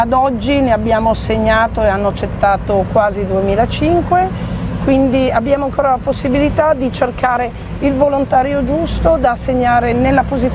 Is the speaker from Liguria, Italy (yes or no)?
yes; Imperia, Liguria, Italy; Io sono di Imperia.